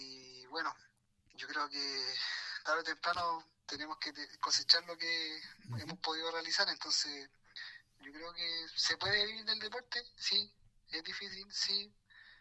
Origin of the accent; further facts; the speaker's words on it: Rengo, O'Higgins, Chile; soy nacido y criado en Rengo